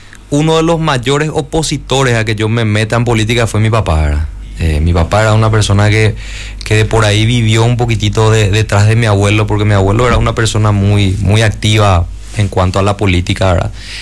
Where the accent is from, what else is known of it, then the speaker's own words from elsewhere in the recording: Luque, Central, Paraguay; Y la coincidencia es que todos somos de Luque, ¿verdad? O sea, toda la rama de mi familia, el árbol genealógico prácticamente es de Luque.